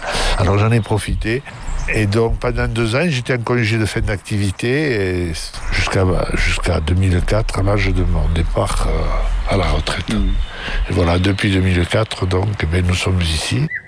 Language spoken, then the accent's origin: French; La Cresse, Occitanie, France; Moi, je suis originaire de la Crèce, voilà, je suis né en 44 et j'ai passé mon enfance à la Crèce, donc l'école communale, l'école des garçons.